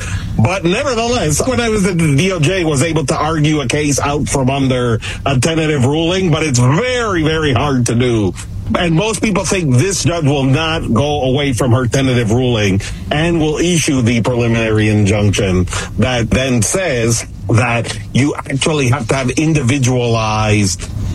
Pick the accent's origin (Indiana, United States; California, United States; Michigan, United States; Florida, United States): Florida, United States; because I'm from Florida and I lived in D.C.